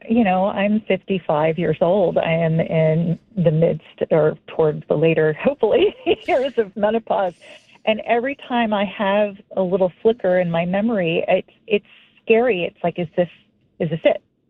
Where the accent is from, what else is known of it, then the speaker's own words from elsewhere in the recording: Texas, United States; I grew up in Texas, and my grandfather and my father were both very, I would say, cognitively very high-functioning individuals